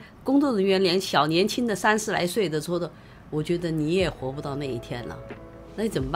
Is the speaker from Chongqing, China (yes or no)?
yes; Chongqing, China; accent: Chongqing dialect